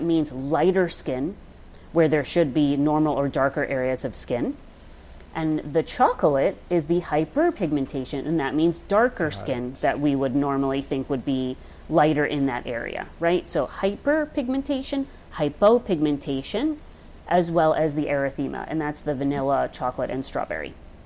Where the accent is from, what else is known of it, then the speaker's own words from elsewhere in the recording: Long Island, New York, United States; Although some might consider me a fake New Yorker because I'm from Long Island, but I remind people all the time.